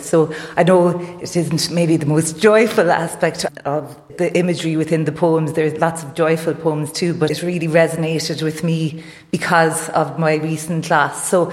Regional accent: Bennetsbridge, Leinster, Ireland; and also that I grew up in Bennetsbridge, but near Kilkenny, and my parents were here as well.

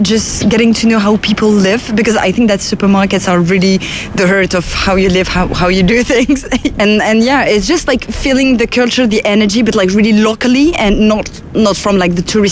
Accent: Paris, Île-de-France, France; English is a second language; We're both from France, from Paris actually, and we've been here for almost 2 weeks, I guess.

